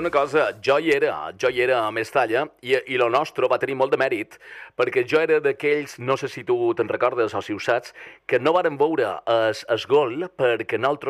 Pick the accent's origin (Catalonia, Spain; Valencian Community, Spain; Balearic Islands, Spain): Balearic Islands, Spain; Llucmajor; en el meu poble de Llucmajor